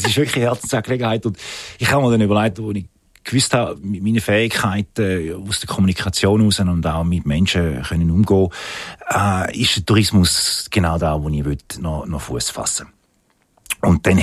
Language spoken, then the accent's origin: German; Appenzell Ausserrhoden, Switzerland; born there